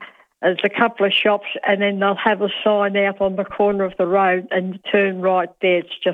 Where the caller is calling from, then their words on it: Dandenong Ranges, Victoria, Australia; I come from Victoria and up in the Dandenong Ranges, and I used to walk up through the ranges there.